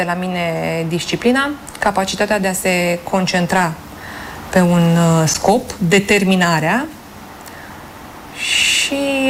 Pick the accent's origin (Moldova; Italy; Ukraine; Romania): Romania; Bucharest; born there; also born or lived in Vadu Oii; eu am fost bucureștean, că m-am născut în București și am trăit în București